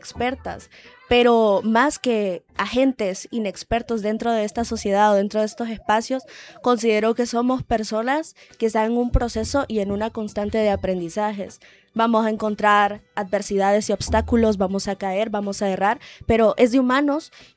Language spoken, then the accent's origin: Spanish; Honduras; sin olvidar la identidad que tenemos como hondureños